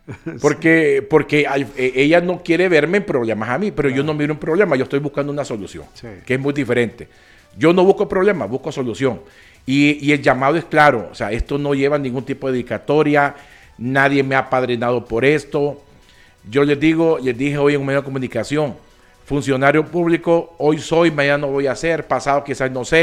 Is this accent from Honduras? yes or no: yes; Honduras; pero yo la miro como una misión patriótica como hondureño